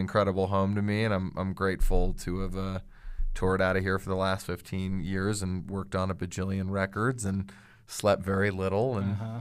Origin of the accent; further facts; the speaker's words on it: East Coast, United States; And basically, I grew up on the East Coast and luckily had a bunch of really incredible music teachers.